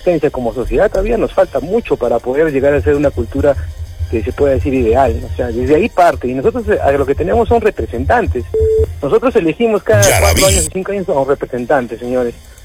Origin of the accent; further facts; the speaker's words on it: Peru; nosotros tenemos como peruanos